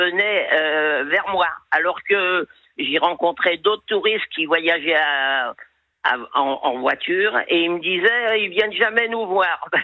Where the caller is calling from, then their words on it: Paris, Île-de-France, France; Bah de Paris, hein.